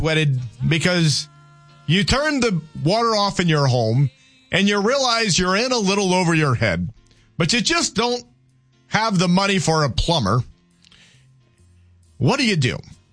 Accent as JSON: {"language": "English", "region": "Louisiana", "country": "United States", "tie": "born or raised there", "said": "I grew up in, you know, as a Cajun in Louisiana"}